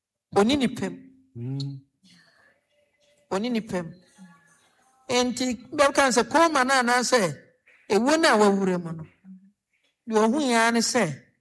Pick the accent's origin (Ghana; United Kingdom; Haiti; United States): Ghana; I am from Fendra Ghana.